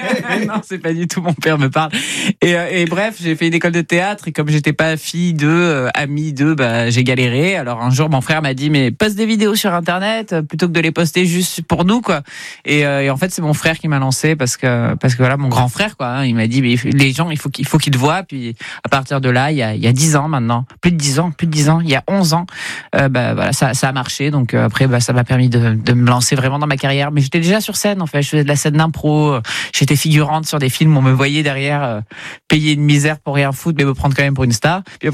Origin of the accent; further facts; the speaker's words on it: France; c'est mon village natal